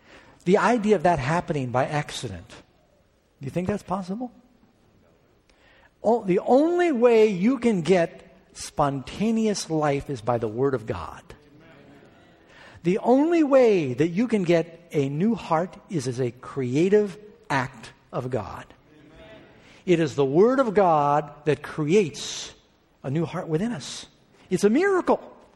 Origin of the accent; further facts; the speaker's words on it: New York City, New York, United States; because I grew up in New York City.